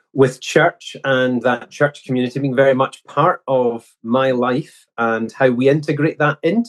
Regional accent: Greenock, Scotland, United Kingdom; born there; I was born in Greenock on the west coast of Scotland, and my accent probably hints at that. I was born into a Christian family

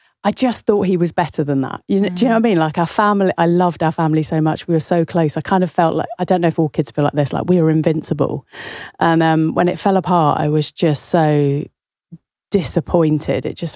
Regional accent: Essex, East of England, United Kingdom; also born or lived in East End, London; My parents are East Enders. We grew up in Essex.

